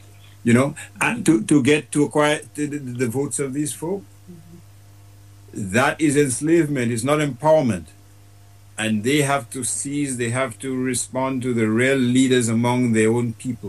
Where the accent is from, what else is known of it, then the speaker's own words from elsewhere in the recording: Portsmouth, Saint John, Dominica; I grew up in Portsmouth. I spent time in Vacars.